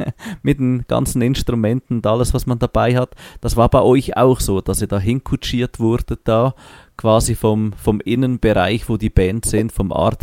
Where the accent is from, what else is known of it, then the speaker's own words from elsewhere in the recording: Switzerland; gerade für uns als Schweizer